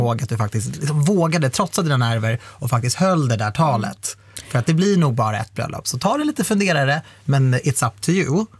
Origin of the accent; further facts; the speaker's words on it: Iran; Ja, vi, jag är ju iranier.